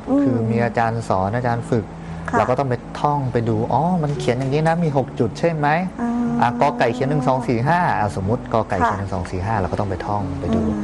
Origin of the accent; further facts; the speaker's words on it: Khon Kaen, Thailand; ผมนะครับเป็นคนจังหวัดขอนแก่น